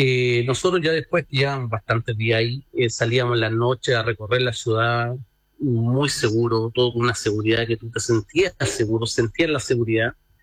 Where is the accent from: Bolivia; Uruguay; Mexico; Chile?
Chile; lo que nosotros como chilenos le podemos ofrecer desde nuestros grandes poetas